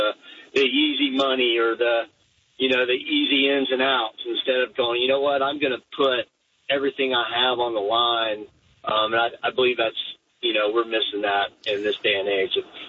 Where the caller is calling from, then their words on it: Birmingham, Alabama, United States; I'm from Birmingham